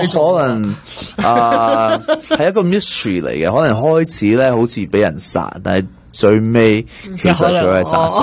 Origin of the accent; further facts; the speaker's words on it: China; born there; 我喺中国出世嘅，其实我细嗰阵时有好多 representation 啊